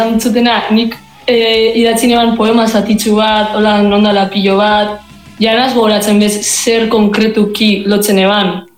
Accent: Guernica, Basque Country, Spain; Pues Gernikarra gara, dizuek, garai baten detxo lokal bardinen egoten ginen

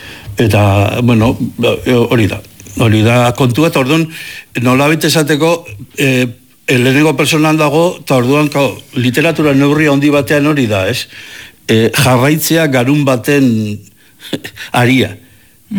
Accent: Legazpi, Basque Country, Spain; born there; ni jaio nintzen herria bezala, Leazpi bezala, alde hortatik

